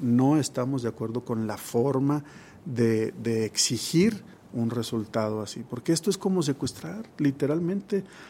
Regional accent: Mexico

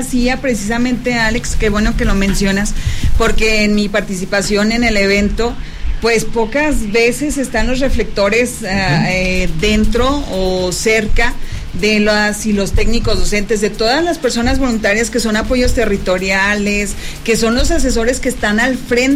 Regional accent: Fresnillo, Zacatecas, Mexico; De Fresnillo, gracias a Dios, Fresnillo.

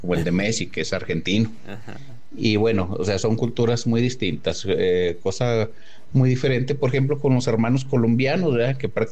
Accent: Mexico

